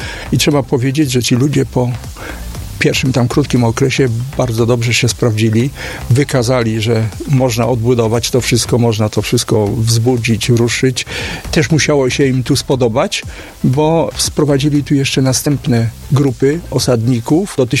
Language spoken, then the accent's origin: Polish; Poznań, Greater Poland Voivodeship, Poland